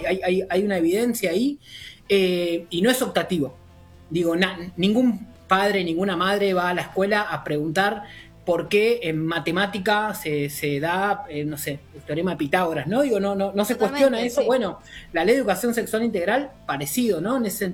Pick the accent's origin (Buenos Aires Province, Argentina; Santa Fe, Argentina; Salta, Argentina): Buenos Aires Province, Argentina; Morón; yo soy del conurbano, soy de Morón